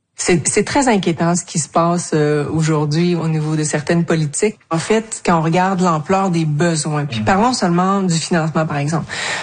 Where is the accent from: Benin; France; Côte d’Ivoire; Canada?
Canada; Mashteuiatsh, Quebec; Je viens de la communauté de Mashtuyat, puis je suis Kriinu et Abenaki.